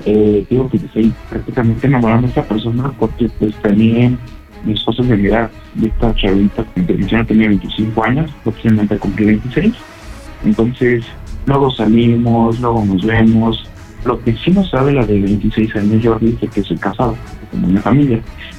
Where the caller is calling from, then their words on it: Coahuila, Mexico; tengo lo que son 30 años y soy de aquí de Coahuila.